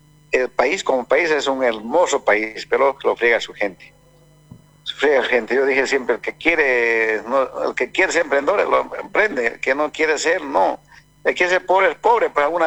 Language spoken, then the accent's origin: Spanish; Bolivia; hay cataratas naturales en los yungas de mi pueblo